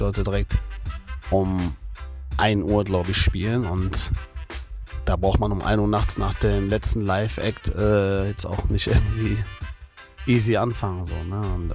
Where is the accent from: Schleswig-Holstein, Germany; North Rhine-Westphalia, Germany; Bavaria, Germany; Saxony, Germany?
North Rhine-Westphalia, Germany; Cologne; Das Summer Jam ist in Köln. Köln ist meine Heimatstadt.